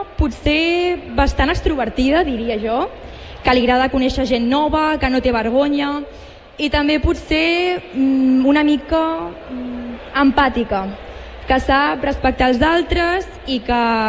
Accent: Tordera, Catalonia, Spain; és el poble que m'ha vist créixer

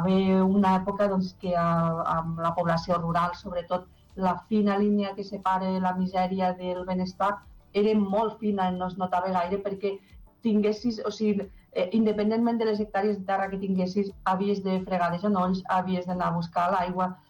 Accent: La Granja d'Escarp, Catalonia, Spain; És el meu poble, sí, ja veureu que és un llibre molt quilòmetre zero, diguem, perquè més el meu poble i després ja veurem que és fins i tot casa meva

